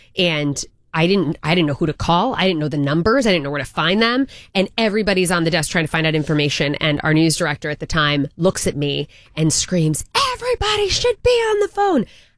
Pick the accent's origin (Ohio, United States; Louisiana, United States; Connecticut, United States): Connecticut, United States; No, I'm from Connecticut originally and went to school at Hofstra University on Long Island for broadcast journalism.